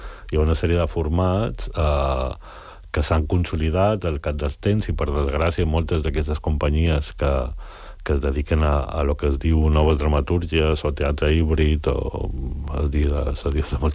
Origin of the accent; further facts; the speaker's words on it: Balearic Islands, Spain; now in Barcelona, Spain; Tenint en compte que jo visc a Barcelona, som mallorquí, per mi Sant Cugat forma part de l'àrea d'influència a Barcelona